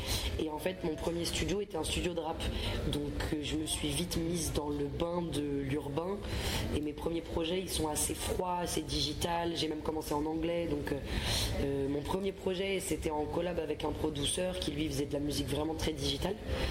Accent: France; je suis un projet francophone, je suis française.

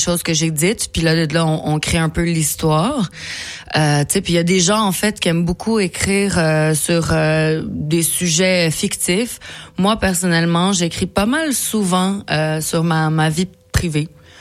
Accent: Mexico; French is a second language; Le français, je l'ai appris quand même tard. Tu sais, j'ai grandi au Mexique, comme tu sais.

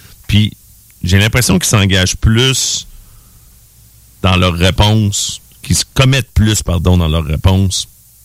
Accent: Quebec, Canada; je suis de la Chaudière qui a Dominique Dumas contre Martine Biron et autres

